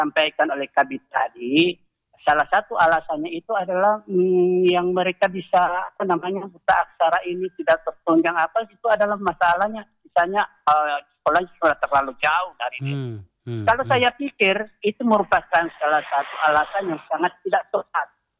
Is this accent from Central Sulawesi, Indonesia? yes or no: yes; Central Sulawesi, Indonesia; kebetulan saya juga ini sebagai putra Bol